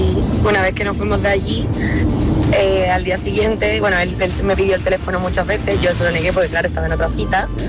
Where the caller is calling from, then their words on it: Seville, Andalusia, Spain; Soy de Sevilla.